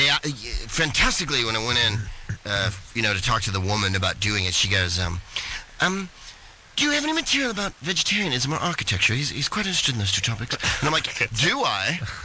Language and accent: English; United States; because I'm American